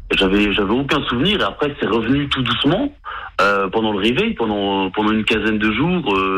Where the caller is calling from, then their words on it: Besançon, Bourgogne-Franche-Comté, France; moi, je suis de Besançon